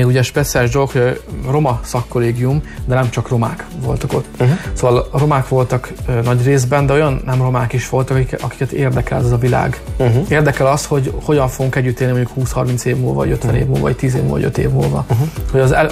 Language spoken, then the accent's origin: Hungarian; Hungary; én roma származású vagyok, attól még én ugyanúgy magyar vagyok, ugyanúgy szeretem a hazámat